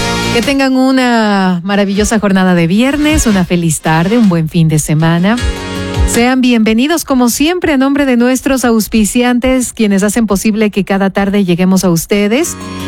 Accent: Ecuador; Nos sentimos muy felices y orgullosos, por supuesto, desde siempre de ser ecuatorianos

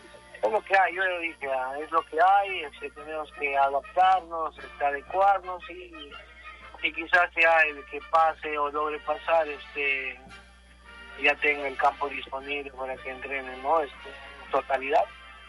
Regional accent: Rioja, San Martín, Peru

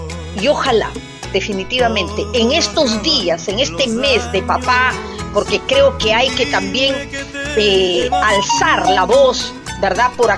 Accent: Peru; born there; soy peruana, de verdad me siento feliz de haber nacido en esta tierra hermosa como es el Perú

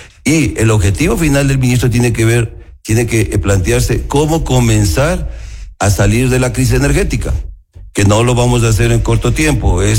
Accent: Ecuador; nosotros como ecuatorianos

